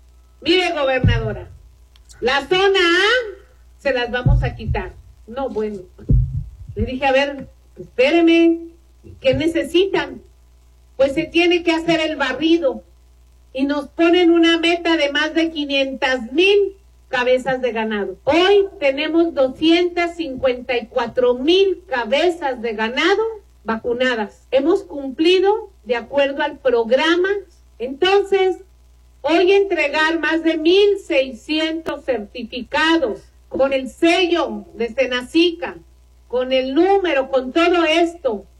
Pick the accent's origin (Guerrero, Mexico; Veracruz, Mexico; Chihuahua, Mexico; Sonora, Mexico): Veracruz, Mexico; Pero eso es lo que somos los veracruzanos, que somos gente de trabajo.